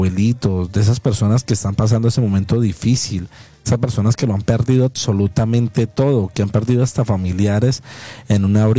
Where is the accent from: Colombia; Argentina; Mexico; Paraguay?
Colombia; Pereira, Risaralda; moved away; lejos de mi ciudad. Para los que no saben, yo soy de Pereira